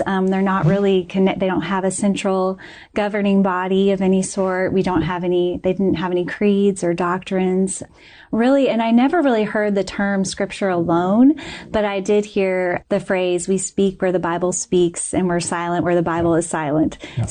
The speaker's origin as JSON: {"language": "English", "town": "Springfield", "region": "Missouri", "country": "United States", "tie": "born or raised there"}